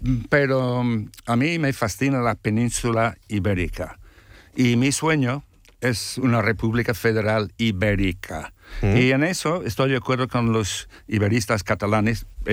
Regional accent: Ireland; yo soy, digamos, irlandés, un poco celta

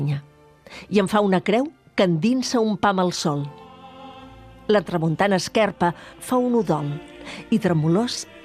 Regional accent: Catalonia, Spain; la mitificació literària de la seva comarca, de la meva comarca, tot prenent l'Empordà

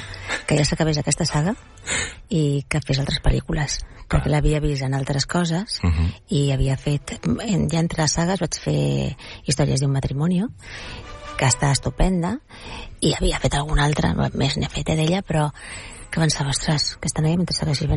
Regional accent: Catalonia, Spain; jo penso en català, jo sóc catalana

